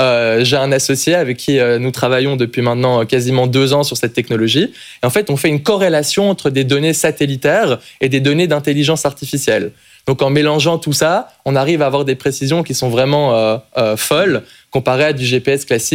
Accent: Belgium; moved away as an adult; now in France

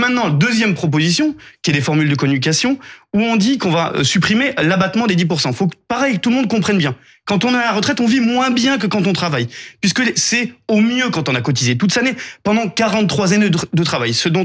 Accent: Auvergne-Rhône-Alpes, France; moi, je viens de Haute-Loire.

